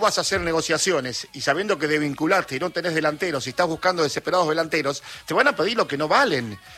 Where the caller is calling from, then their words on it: Florencia, Santa Fe, Argentina; de Florencia, Santa Fe.